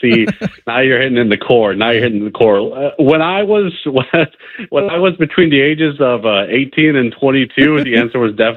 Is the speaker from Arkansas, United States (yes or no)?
no; Indiana, United States; I grew up in Indiana, but I grew up Northwest Indiana.